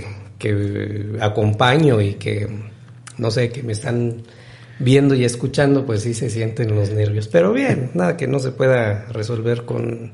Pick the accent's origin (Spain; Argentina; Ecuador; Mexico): Mexico; Oaxaca; Y pues allá vivo hasta parte del Cobao, y es cuando me vengo a la ciudad de Oaxaca, ¿no?